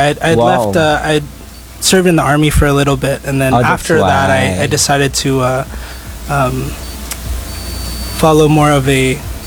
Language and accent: English; Canada; born there; Oh, I was born in Canada, but my Lola and Lolo are from San Pablo City in Laguna.